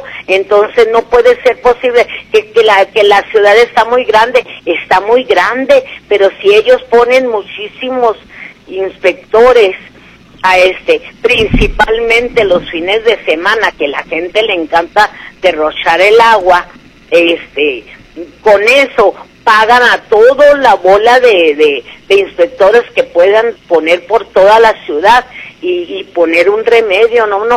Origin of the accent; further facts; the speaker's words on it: Chihuahua, Mexico; moved away; yo nací en Chihuahua.